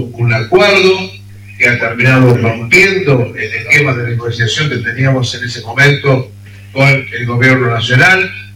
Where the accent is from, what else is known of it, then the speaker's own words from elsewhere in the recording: La Rioja, Argentina; Somos riojanos